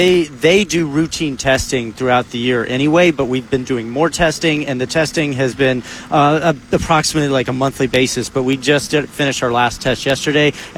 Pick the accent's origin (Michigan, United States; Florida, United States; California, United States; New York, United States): Florida, United States; Tallahassee; I grew up in Tallahassee, but I spent a lot of my life in Jacksonville